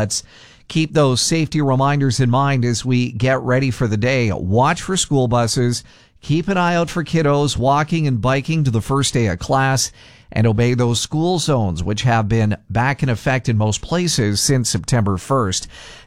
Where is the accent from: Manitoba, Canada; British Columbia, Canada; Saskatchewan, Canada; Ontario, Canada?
Manitoba, Canada; Neepawa; Many moons ago, I worked at a grocery store while in high school growing up in Neepawa